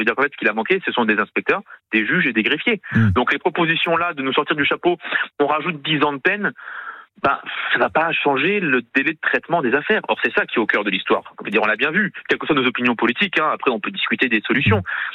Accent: Toulouse, Occitanie, France; Alors pour le coup, en tant que Toulousain, faut dire dans ma circonscription, il y a un boulevard.

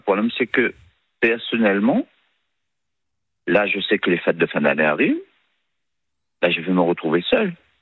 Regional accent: Réunion; J'ai toujours vécu à La Réunion.

